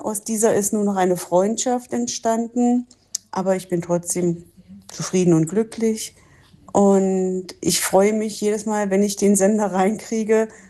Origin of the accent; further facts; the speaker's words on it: Saxony-Anhalt, Germany; moved away as an adult; Ich bin vor 34 Jahren der Liebe wegen aus der Nähe von Magdeburg nach Hessen gegangen und habe aber meine Heimat nie vergessen, da meine ganze Familie dort noch lebt